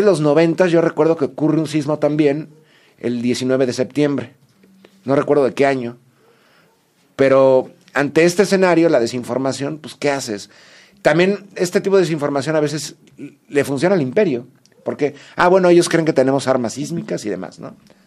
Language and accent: Spanish; Mexico; y más siendo mexicanos